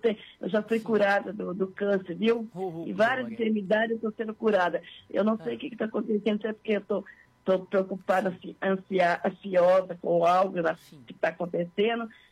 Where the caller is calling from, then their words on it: Botucatu, São Paulo, Brazil; eu falo aqui de Botucatu, do interior de São Paulo.